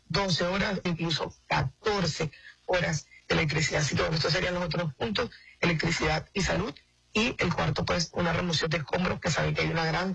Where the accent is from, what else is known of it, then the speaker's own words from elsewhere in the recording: Zulia, Venezuela; yo particularmente que soy del estado de Zulia, vivo constantemente los razonamientos